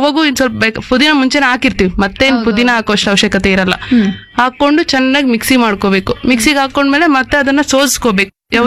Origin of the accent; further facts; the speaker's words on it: Kolar Gold Fields, Karnataka, India; now in Budikote, India; ನಾನು ಕೆಜಿಎಫ್ ಗ್ರಾಮಾಂತರ ಕಡೆಯಿಂದ ಬಂದಿದ್ದೀನಿ.